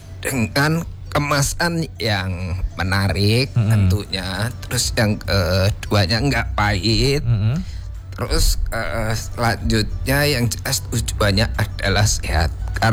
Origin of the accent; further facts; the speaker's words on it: Java, Indonesia; Nah, kebetulan saya basic juga sekolah dulu di Jawa, lahir di Jawa, mungkin sudah kental sekali nuansa jamu.